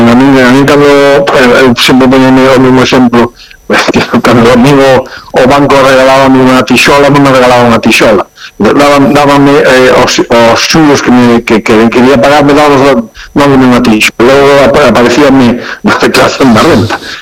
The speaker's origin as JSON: {"language": "Galician", "town": "Lugo", "region": "Galicia", "country": "Spain", "said": "como no caso meu, que son de Lugo, aquí temos o San Froilán"}